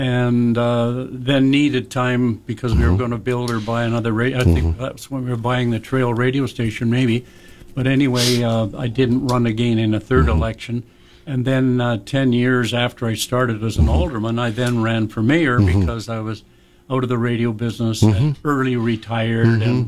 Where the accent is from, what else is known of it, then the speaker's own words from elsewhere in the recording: Kelowna, British Columbia, Canada; also born or lived in Oak Bay; And I was born in Victoria.